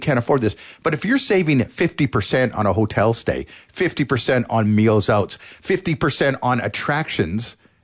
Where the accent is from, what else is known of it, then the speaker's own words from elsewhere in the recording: Winnipeg, Manitoba, Canada; now in Alberta, Canada; Winnipeg's my hometown.